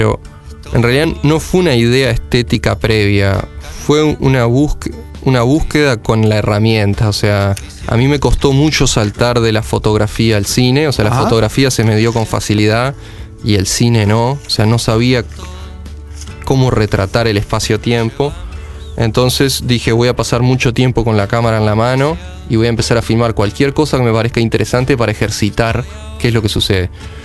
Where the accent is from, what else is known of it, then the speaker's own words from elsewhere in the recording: Uruguay; Confieso que cuando me dijo, ah, vos sos argentino, y le dije, no, soy uruguayo